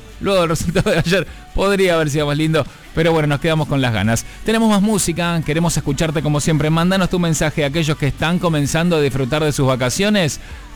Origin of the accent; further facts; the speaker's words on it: Argentina; como somos los argentinos